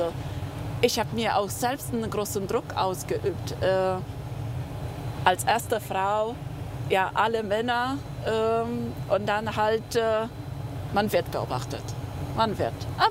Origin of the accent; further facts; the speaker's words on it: Germany; also born or lived in Poland; Ich bin in Polen geboren. Ich bin irgendwann nach Deutschland gekommen, zu meiner Mutter, nachdem sich meine Eltern scheiden ließen.